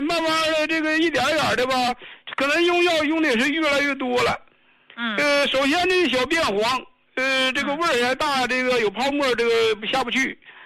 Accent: Shenyang, Liaoning, China; 我家是沈阳的，这个上一次吧是孩子给我买的。

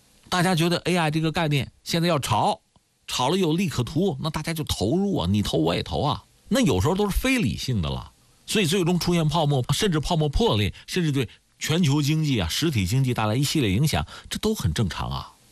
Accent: China; 我们中国人

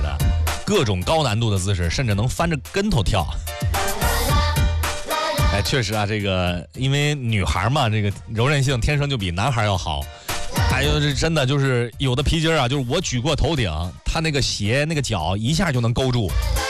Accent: Heilongjiang, China; 因为我也是在黑龙江小时候长大的。

